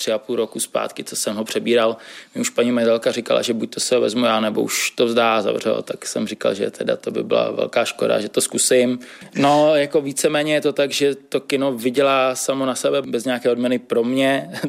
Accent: Modřany, Prague, Czechia; protože jsem rodák z Modřan, za ta léta jsem si tady k tomu vybudoval nějaký cit

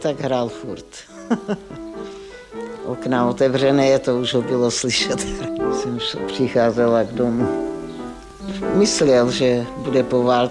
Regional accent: Moravia, Czechia; Tak já jsem tam jednou přišla a on se mě ptal, odkud jste, slečno? A já povídám, z Moravy.

